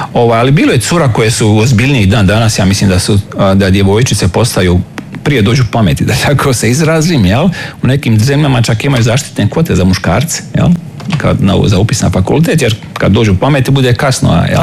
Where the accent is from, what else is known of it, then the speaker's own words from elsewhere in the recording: Svinišće, Split-Dalmatia County, Croatia; Rođen sam u Splitu, pa spodne ili u Svinišće.